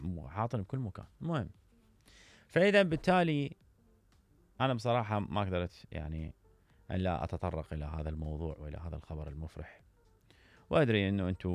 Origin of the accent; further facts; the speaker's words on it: Iraq; بس إحنا كمواطنين عراقيين فقرة ما نعرف من هذولي